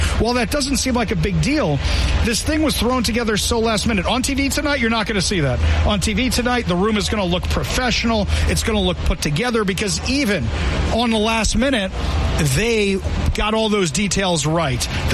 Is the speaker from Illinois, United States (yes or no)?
no; Seattle, Washington, United States; Every single person, when they find out I'm from Seattle, oh, I'm sorry.